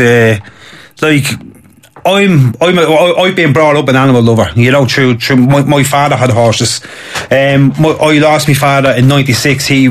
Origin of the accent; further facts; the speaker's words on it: Darndale, County Dublin, Ireland; I wasn't born and bred in Darndale, but it was a 1-year-old when I moved in, and all through my lifetime and to today, there's been horses.